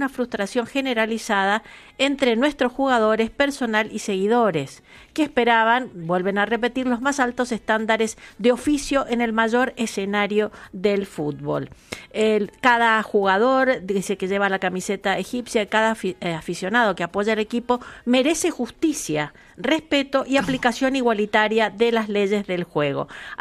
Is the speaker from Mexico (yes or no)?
no; Argentina; nosotros como argentinos